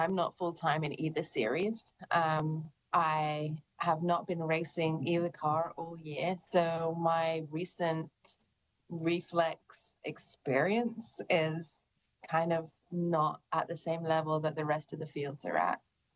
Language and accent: English; Atlanta, Georgia, United States; Say hello to Atlanta for me. It's my hometown.